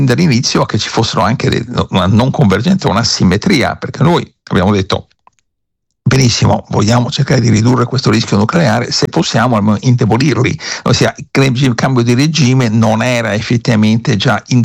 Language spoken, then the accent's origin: Italian; Rome, Lazio, Italy; moved away as an adult; now in United States; io sono italianissimo, effettivamente. Io ho la doppia cittadinanza, sono cresciuto a Roma, ho fatto tutto a Roma, abbiamo avuto casa a Roma fino al 2008